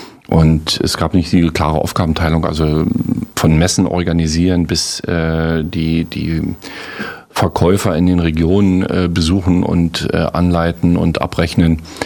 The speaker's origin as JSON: {"language": "German", "region": "Brandenburg", "country": "Germany", "tie": "born or raised there", "said": "aber am Ende ist Heimat bleibt Heimat und das meine Heimat ist Brandenburg."}